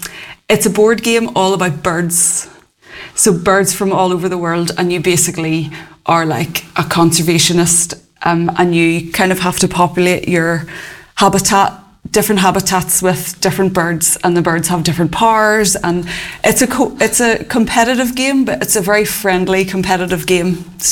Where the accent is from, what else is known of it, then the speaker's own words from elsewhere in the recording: Northern Ireland, United Kingdom; moved away as an adult; now in North East England, United Kingdom; I am from Northern Ireland, but I've lived in the northeast of England for 11 years now.